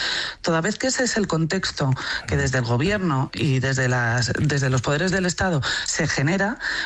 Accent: Spain; como española y como demócrata miro con pena la situación que vive España

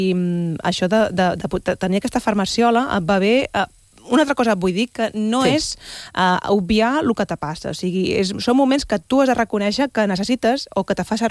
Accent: La Bisbal d'Empordà, Catalonia, Spain; avui actuo al meu poble després de 15 anys que no he actuat a la meva vida. A la Bisbal d'Empordà

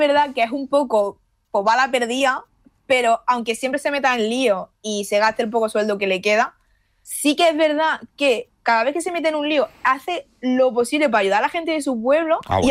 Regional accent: Andalusia, Spain; born there; tengo como muy por bandera que soy de Andalucía y obviamente pues yo me he criado

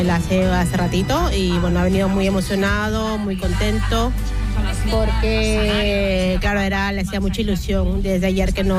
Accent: Peru; Lo que pasa es que nosotros le dimos la bandera porque somos de Perú. El bolero ha nacido aquí, pero no, yo soy de Perú y le dimos la bandera peruana

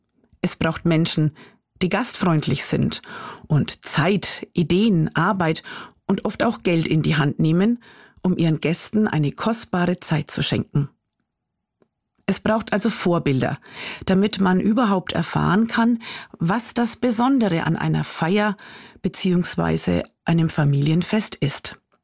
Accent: Bavaria, Germany; Das Blues- und Jazz-Festival in meiner Heimatstadt, Kirchweih an jedem Wochenende in unseren fränkischen Dörfern

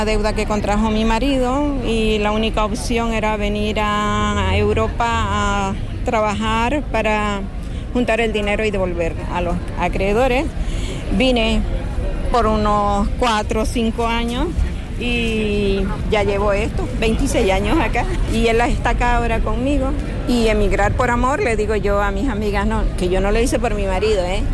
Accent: Bolivia; moved away as an adult; now in Spain; Yo en mi país, yo soy de Bolivia, llevo 25, 26 años acá

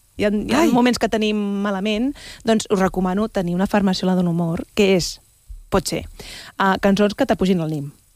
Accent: La Bisbal d'Empordà, Catalonia, Spain; moved away; avui actuo al meu poble

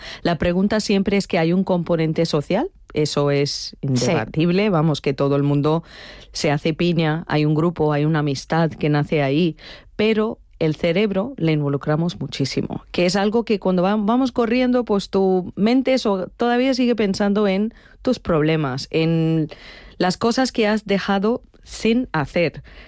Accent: Chennai, Tamil Nadu, India; now in Spain; soy de Chennai, del sur de la India. Llevo 20 años en España.

